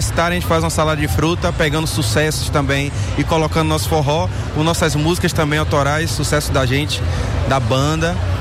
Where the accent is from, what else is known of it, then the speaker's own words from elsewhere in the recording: Salvador, Bahia, Brazil; Eu sou daqui de Salvador, né?